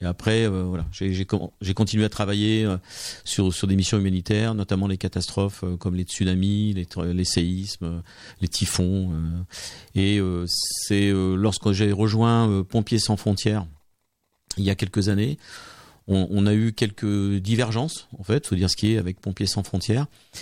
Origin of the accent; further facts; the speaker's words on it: Mâcon, Bourgogne-Franche-Comté, France; now in Limoges, France; Je suis pas originaire de Limoges mais de la Bourgogne, je suis originaire de Mâcon, je suis un Mâconnais